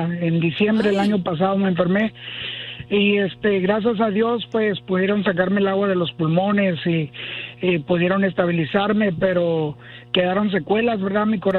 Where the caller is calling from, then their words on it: Texas, United States; aquí en Texas, aquí en Dallas, en Fort Worth